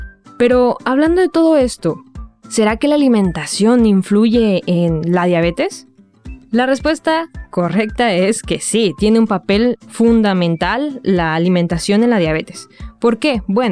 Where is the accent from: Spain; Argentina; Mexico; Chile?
Mexico; moved away; En México, les voy a hablar un poquito acerca de donde vengo